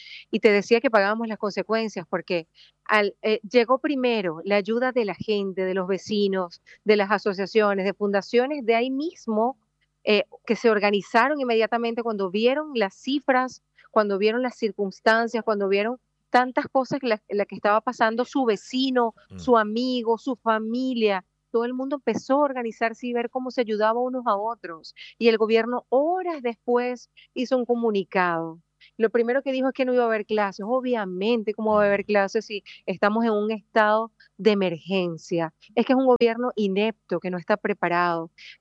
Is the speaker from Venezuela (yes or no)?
yes; Venezuela; now in Paraguay; yo soy mujer y madre venezolana, y yo tengo familia allá, y tengo amigos allá